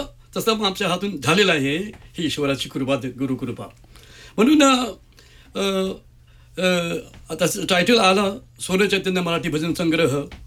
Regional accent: Maharashtra, India; मराठी, मी मराठी माणूस, मी मराठी शिकलेला माणूस, मराठी टीचर होतो मी

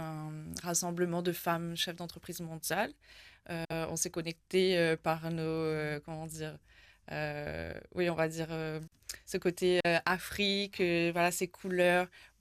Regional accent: Réunion; also born or lived in Mauritius; Moi, j'ai grandi à La Réunion, j'ai grandi aussi avec Maurice.

